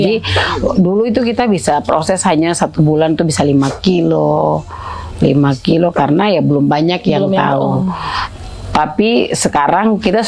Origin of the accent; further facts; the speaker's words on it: Papua, Indonesia; Karena memang dari dulu kita orang Papua ada sebagian suku yang memang punya garamnya tuh itu.